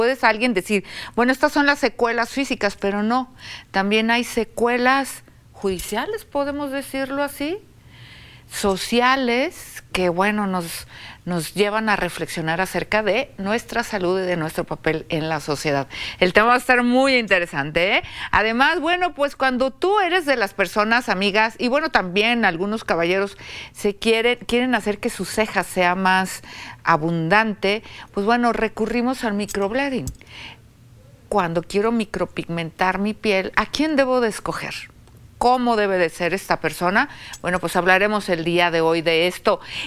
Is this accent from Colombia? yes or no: no; Mexico; nos distinguieron a nosotros los mexicanos